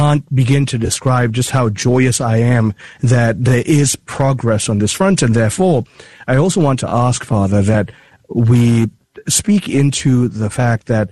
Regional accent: Kuala Lumpur, Malaysia; I'm from Kuala Lumpur, Malaysia.

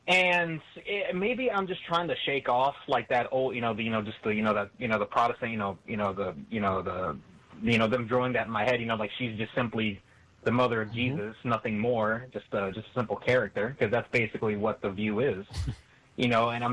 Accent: Texas, United States; growing up in Southern Texas, like there's predominantly Hispanic demographic, and you see images of, you know, Lady Guadalupe everywhere.

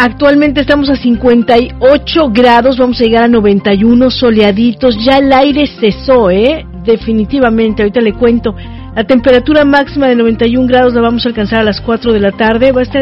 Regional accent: Mexico; todos los mexicanos, la mayoría somos personas de fe.

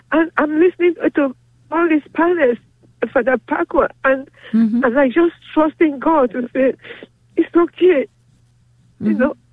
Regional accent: Nigeria; I'm Nigerian, you know, and mm-hmm. My mother is back home in my country with dementia.

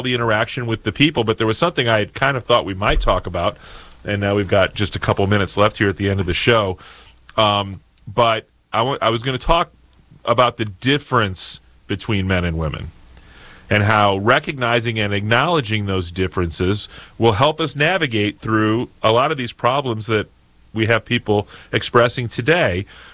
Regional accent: Joplin, Missouri, United States; And KFSS in my hometown of Joplin, Missouri.

